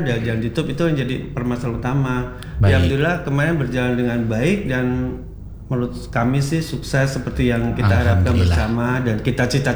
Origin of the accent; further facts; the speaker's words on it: Jakarta, Indonesia; saya berpikir kita ini orang Jakarta, bisa gak ya dengan 1001 problematika kita di dunia pekerjaan